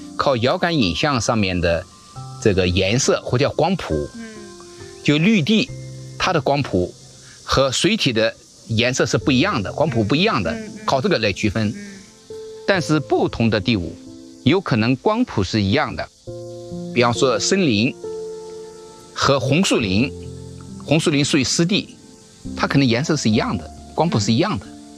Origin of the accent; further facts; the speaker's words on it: China; 我们中国人要自己做，就要自己掌握全球数据